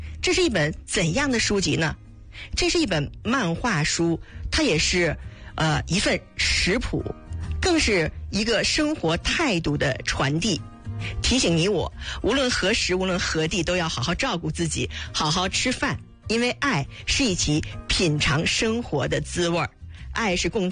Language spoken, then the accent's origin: Chinese; China